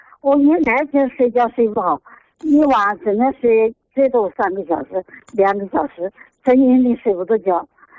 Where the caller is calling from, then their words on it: Jiangsu, China; 江苏人。